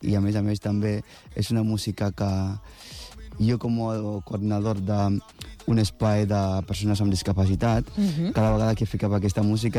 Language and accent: Catalan; Kumasi, Ashanti, Ghana; moved away; Sí, jo soc d'un poble de Ghana que es diu Kumasi, i dintre d'aquest poble, doncs, el nostre dia a dia era, doncs, aixecar-se al matí, entre setmana, vas a l'escola